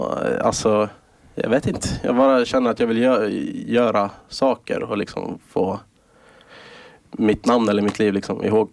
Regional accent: Åland Islands; det är min hemort, det är Åland.

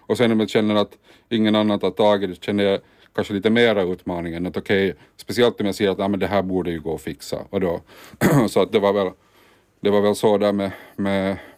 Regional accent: Turku, Southwest Finland, Finland; first language Swedish; Men jag är ju själv finlandssvensk, så... Via det då så att det alltid varit modersmål och svenska då. Gått i svenska skolor i Åbo och sen då pratat svenska hemma då med familjen.

